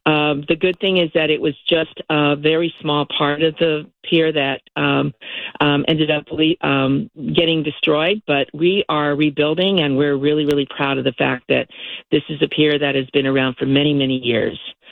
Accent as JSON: {"language": "English", "town": "Oceanside", "region": "California", "country": "United States", "tie": "born or raised there", "said": "I was born and raised in Oceanside, so I graduated from high school in the 1974. And there were maybe 30, 40,000 people back then."}